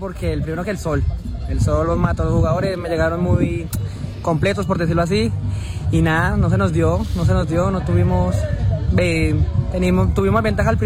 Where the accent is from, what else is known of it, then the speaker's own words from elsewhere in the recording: Colombia; moved away; la mayoría somos de Colombia.